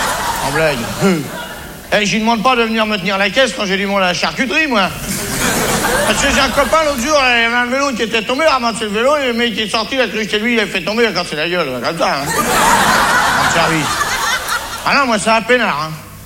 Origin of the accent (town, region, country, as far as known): France